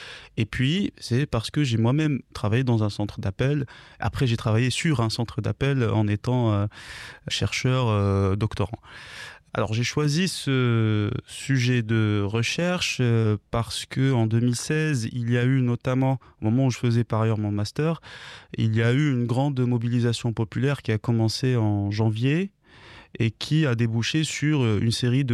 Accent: Tunisia; moi, j'avais 18 ans en 2011 quand il y a eu la révolution. Je suis tunisien

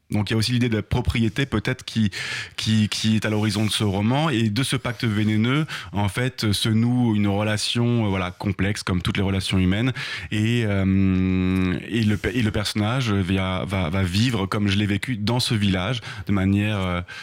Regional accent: Normandy, France; born or raised there

